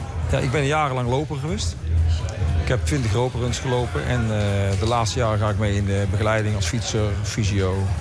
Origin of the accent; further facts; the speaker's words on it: Zaltbommel, Gelderland, Netherlands; Nee, we komen uit Zaltbommel.